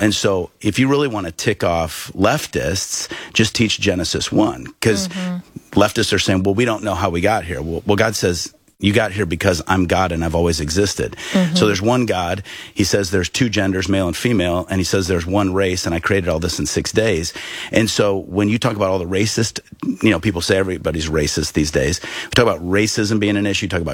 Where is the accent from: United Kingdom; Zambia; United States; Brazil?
United States; Peoria, Illinois; born or raised there